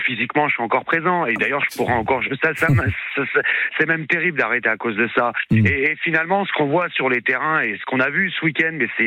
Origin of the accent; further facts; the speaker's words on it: Bonifacio, Corsica, France; now in Bourg-en-Bresse, France; Parce que à la base, je viens de Bonifacio, alors du coup j'ai suivi mes parents quand j'étais plus jeune.